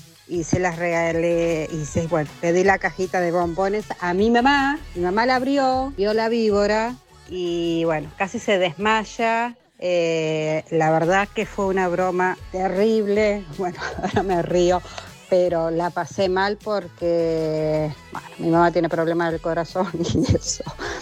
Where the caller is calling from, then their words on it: Exaltación de la Cruz, Buenos Aires, Argentina; soy de acá de Exaltación de la Cruz.